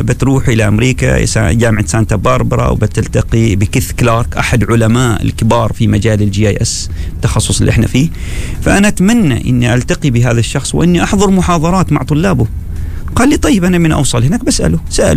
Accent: Oman; محدثك عماني وافتخر بعمانيتي وافتخر بهويتي

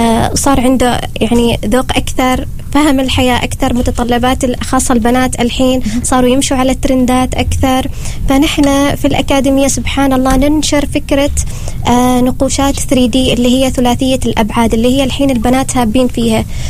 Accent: Oman; خصوصا عندنا في عمان، يعني في عمان عندنا الحنة مرغوب بدرجة كبيرة.

